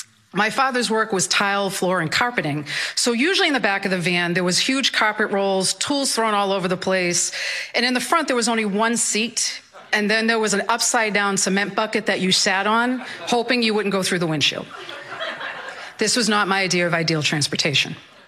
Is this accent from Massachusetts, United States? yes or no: yes; Malden, Massachusetts, United States; I'm from Malden, Massachusetts